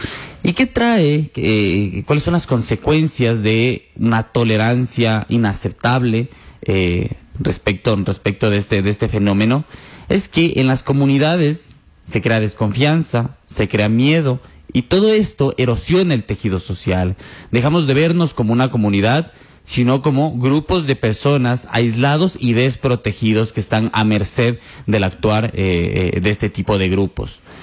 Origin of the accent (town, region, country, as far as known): Ecuador